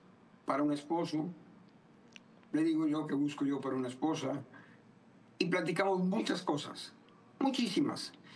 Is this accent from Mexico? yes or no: yes; Matamoros, Tamaulipas, Mexico; also born or lived in Brownsville, United States; now in Houston, United States; aproximadamente ya 35 años aquí en Houston viviendo. Mis orígenes son de México, de una ciudad chiquita. Bueno, nací en Brownsville, que es frontera, pero viví toda mi vida en México, en Matamoros, ¿no?